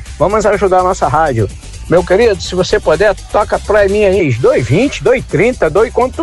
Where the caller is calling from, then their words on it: Rio de Janeiro, Brazil; da Paróquia de Santana e São Sebastião, na Ilha de Guaratiba.